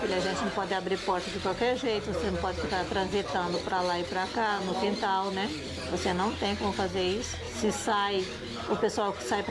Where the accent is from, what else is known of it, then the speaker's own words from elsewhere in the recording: Pantanal, Brazil; Minha vida como pantaneira, a minha infância, eu tinha liberdade para me ir e vir, né, aonde eu queria.